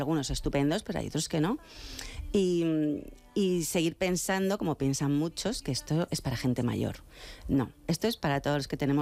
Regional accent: Madrid, Community of Madrid, Spain; es la plaza donde yo compraba de pequeña en el mercadillo con mi madre.

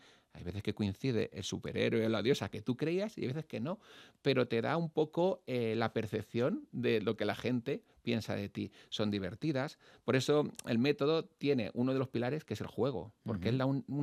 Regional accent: Castilla-La Mancha, Spain; La Tempranillo, yo que soy de La Mancha, pues me recuerda a mi tierra, ¿no? Tengo raíces

